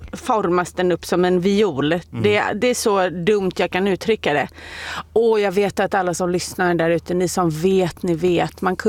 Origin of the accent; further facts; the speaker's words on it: Upplands Väsby, Stockholm County, Sweden; born there; 10 bast, sitter hemma i Upplands Väsby